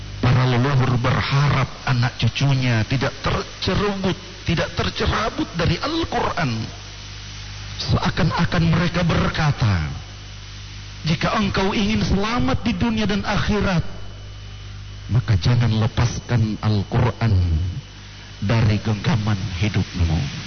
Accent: Gorontalo, Indonesia; di mana sebenarnya letak kebanggaan kita sebagai orang Gorontalo.

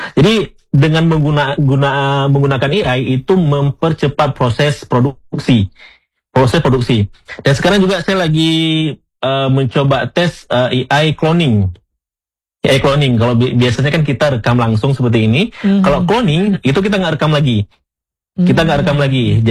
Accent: Aceh, Indonesia; Mungkin atau logatnya mungkin kita orang Aceh seperti itu, memang itu jadi ciri khas kita orang-orang Sumatera seperti itu ya.

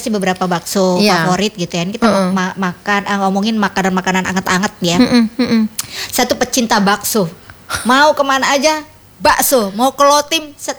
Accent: West Nusa Tenggara, Indonesia; saya sebagai orang Sasak

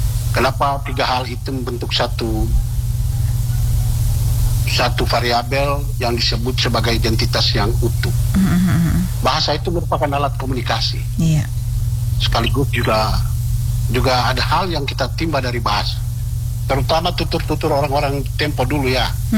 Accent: East Nusa Tenggara, Indonesia; also born or lived in Maumere / Sumatra; now in Lewoleba, Indonesia; saya ini orang Ilape.

